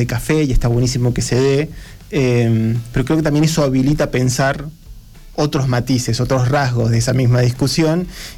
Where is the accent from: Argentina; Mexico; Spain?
Argentina; somos argentinos